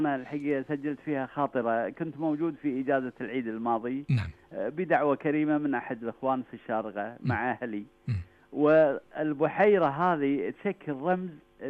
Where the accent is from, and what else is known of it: Kuwait